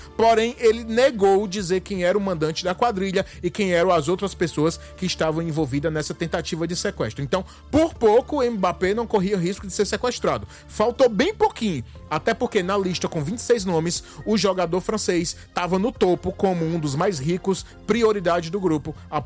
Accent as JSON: {"language": "Portuguese", "country": "Brazil", "said": "A gente é brasileira"}